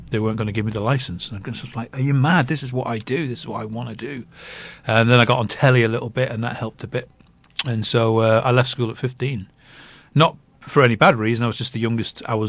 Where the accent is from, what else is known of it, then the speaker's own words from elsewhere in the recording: Rufford, North West England, United Kingdom; I was born in Rufford, just the other side of Ormskirk, and my family go back in that village, believe it or not, to 1327. Way back, so we were there for a long time, and then we lived there.